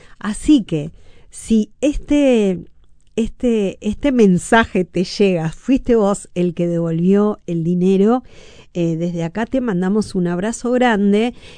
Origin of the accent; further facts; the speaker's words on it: Buenos Aires, Argentina; born there; moved away; yo cuando era niña vivía en Buenos Aires